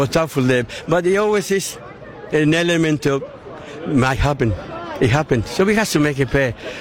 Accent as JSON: {"language": "English", "town": "Billingham", "region": "North East England", "country": "United Kingdom", "said": "I'm from Billingham."}